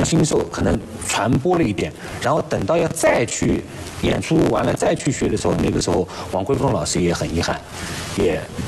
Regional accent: Hangzhou, Zhejiang, China; accent: Hangzhou dialect; 我的一个先天优势就是我是杭州人，那杭州人他这个五零调他就是得说杭州话，那这个首先我方言这一关我没有问题

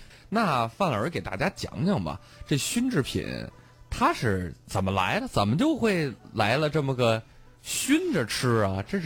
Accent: Zhangjiakou, Hebei, China; 你知道我的家乡是河北张家口

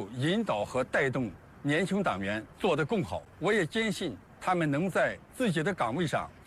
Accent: China

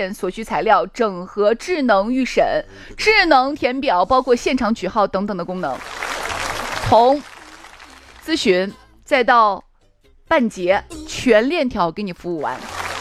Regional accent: Xi'an, Shaanxi, China; 我是来自长安县的

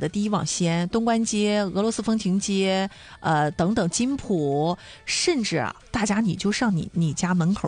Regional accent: Dalian, Liaoning, China

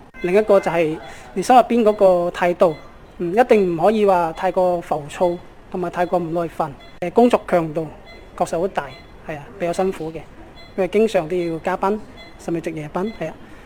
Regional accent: China; 本身觉得祖国的那个中医啊是非常强大的，所以我觉得自己身为中国人应该要传承中医的

